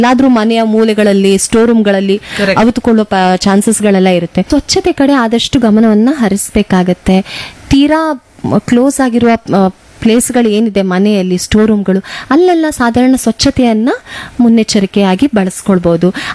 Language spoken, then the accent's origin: Kannada; Karnataka, India